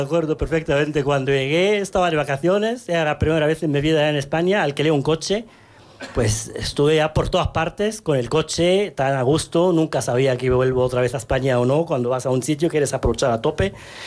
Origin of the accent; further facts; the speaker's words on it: Cairo, Cairo Governorate, Egypt; now in Madrid, Spain; Vengo de una ciudad, se llama El Cairo, de 30 millones de habitantes. 30 millones de habitantes. Llego aquí a Madrid